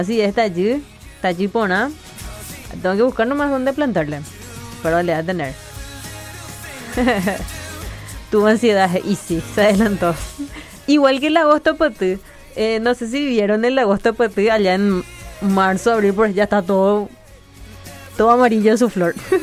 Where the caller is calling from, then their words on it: Areguá, Central, Paraguay; de Areguá.